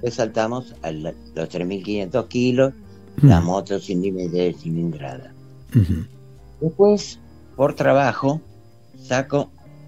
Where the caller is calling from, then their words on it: Quilmes, Buenos Aires Province, Argentina; yo soy de acá de Quilmes